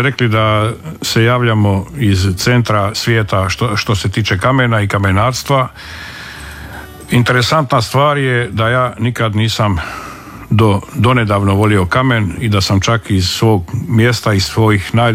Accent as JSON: {"language": "Croatian", "town": "Pučišća", "region": "Split-Dalmatia County", "country": "Croatia", "moved": "yes", "said": "Pa ja sam, znači, otišao iz Pučišća, završio sam vojne škole, vojnu srednju školu, akademiju"}